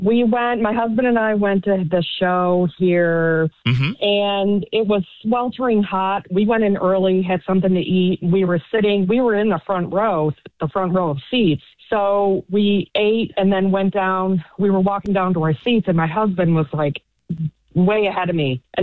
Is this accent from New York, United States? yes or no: yes; New York, United States; you're not from here. And I said, no, I'm from Central New York.